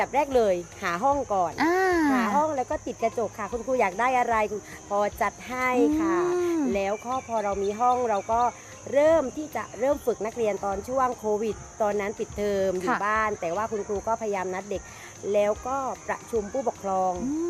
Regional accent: Southern Thailand, Thailand; เราเป็นคนใต้

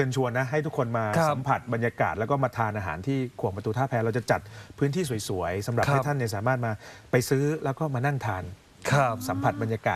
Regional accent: Southern Thailand, Thailand; ผมเป็นคนใต้

